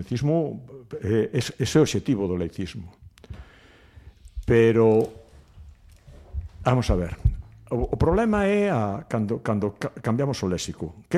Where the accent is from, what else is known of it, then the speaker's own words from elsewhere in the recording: Esmelle, Galicia, Spain; also born or lived in Ferrol; nacín en Ferrol, aínda que me criei en Esmelle, vivo en Esmelle tamén.